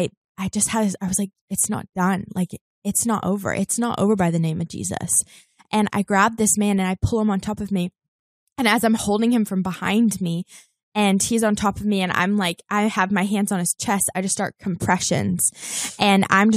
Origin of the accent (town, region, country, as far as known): New Zealand; born or raised there; moved away as an adult; now in Los Angeles, United States